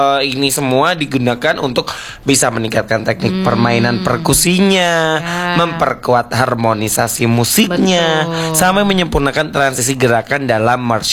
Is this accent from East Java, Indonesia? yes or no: yes; Jember, East Java, Indonesia; sebagai warga Jember